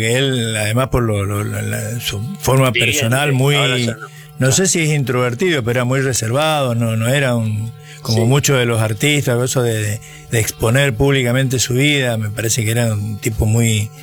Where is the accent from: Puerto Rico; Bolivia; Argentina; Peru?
Argentina; Corrientes; Acá a los correntinos, a los nordeste, sí, porque nosotros somos medio paraguayos